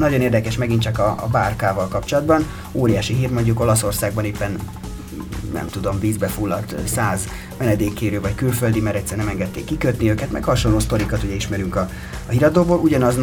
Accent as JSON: {"language": "Hungarian", "country": "Hungary", "said": "Nem mondom, én magyar vagyok, igen"}